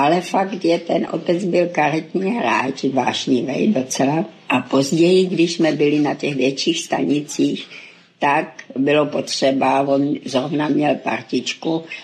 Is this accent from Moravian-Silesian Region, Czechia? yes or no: yes; Studénka, Moravian-Silesian Region, Czechia; born there; also born or lived in Ostrava; když mi byly 4 roky, tak jsme se odstěhovali do Studénky.